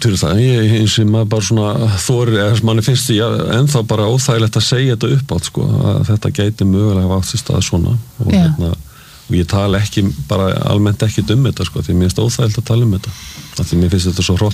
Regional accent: Reykjavík, Capital Region, Iceland; Ég alveg upp í Reykjavík

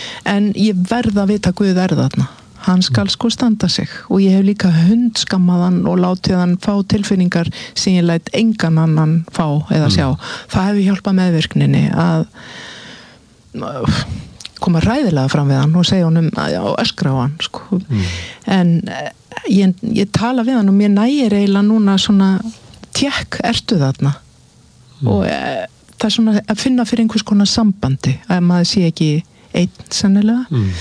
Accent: Akureyri, Northeastern Region, Iceland; Fæðst og verið uppalinn og gengið í skóla kerfið á Akureyri.

